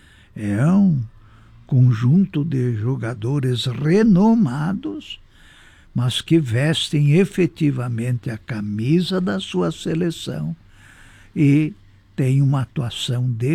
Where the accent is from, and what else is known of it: Brazil